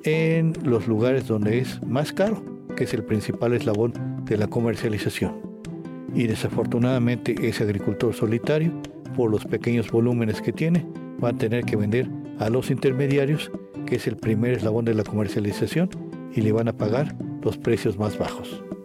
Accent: Mexico

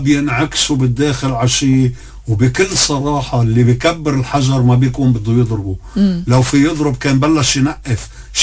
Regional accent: Lebanon; نحن كل لبناني مؤمن بلبنان

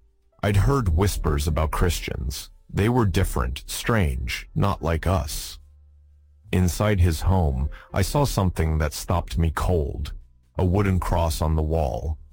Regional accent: Bandar Bushehr, Bushehr Province, Iran; I was born in 1958 in Bandar Bushehr, a dusty port city by the Persian Gulf. The air always smelled of salt and fish, and the sun burned so hot you could feel it through your sandals.

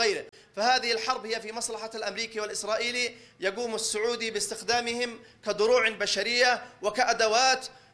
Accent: Yemen; ونحن كأبناء شعب يمني واحد

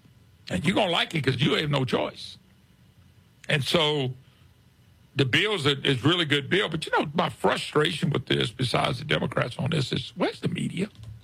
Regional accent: Plaquemine, Louisiana, United States; also born or lived in Baton Rouge; I'm from the Plaquemine, Baton Rouge area. I tell people originally from Plaquemine. Finished school up here in Baton Rouge.

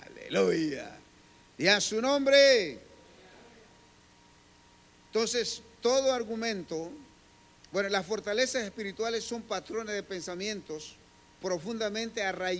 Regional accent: San Pedro Soloma, Huehuetenango, Guatemala; Yo soy de San Pedro Soloma.

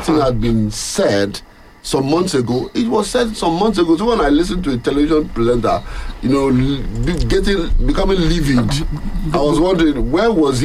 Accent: Nigeria; as a Nigerian

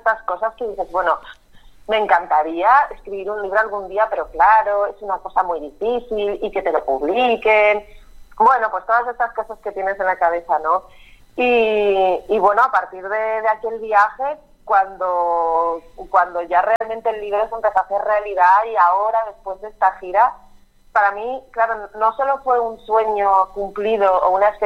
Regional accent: Asturias, Spain; yo soy de Asturias, y aquí los diminutivos se hacen así

